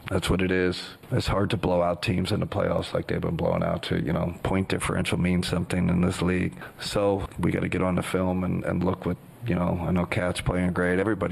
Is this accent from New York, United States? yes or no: yes; New York, United States; moved away; I'm a New Yorker